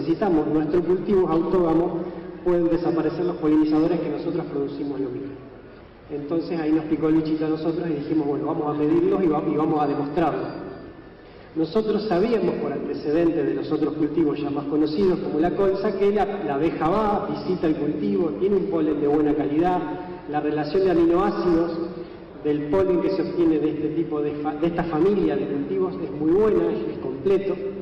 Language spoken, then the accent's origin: Spanish; Santa Fe, Argentina; vengo de la provincia de Santa Fe